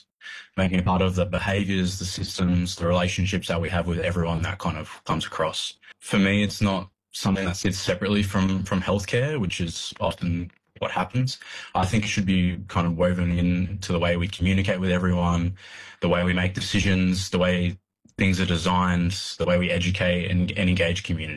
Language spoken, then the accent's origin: English; New South Wales, Australia; I'm a proud Wiradjuri man with family connections to the Kaurna and Cootamundra regions of New South Wales.